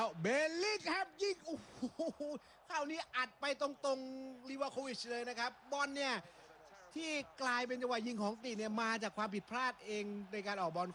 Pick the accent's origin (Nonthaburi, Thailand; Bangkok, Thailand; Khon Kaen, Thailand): Bangkok, Thailand; born there; เหมือนจริงๆผมเกิดโรงพยาบาลศิริราชเกิดที่โรงพยาบาลศิริราช